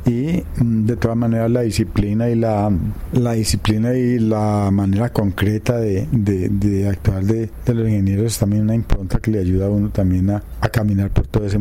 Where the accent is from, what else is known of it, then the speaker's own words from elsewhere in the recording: Sonsón, Antioquia, Colombia; also born or lived in Aguadas; yo no soy de Sonsón. No. Yo nací en Aguadas y me crié en Sonsón.